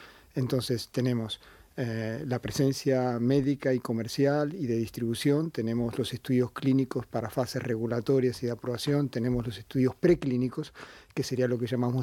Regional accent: Argentina; also born or lived in Brazil / China; Como argentino, viví 5 años en Brasil.

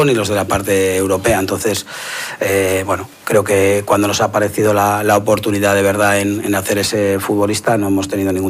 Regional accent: Valladolid, Castile and León, Spain; yo soy de Valladolid, como os he dicho alguna vez

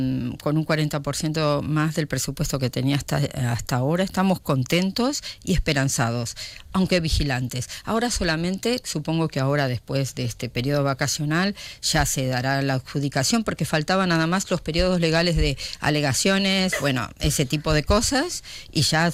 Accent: Argentina; now in Spain; yo como argentina, viví cuando tenía 22 años y estaba en quinto año de medicina, la guerra de las Malvinas.

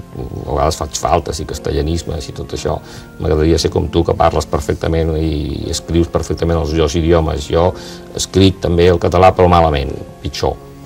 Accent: Catalonia, Spain; Jo em sento català

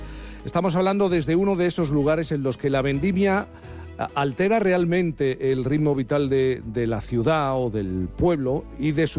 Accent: Jerez de la Frontera, Andalusia, Spain; Eso no cambia, tampoco en mi tierra, por ejemplo, en Jerez.

